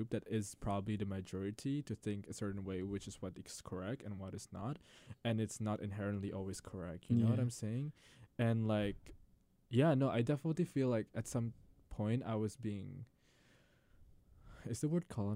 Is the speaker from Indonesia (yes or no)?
yes; Indonesia; moved away; for me, coming from Indonesia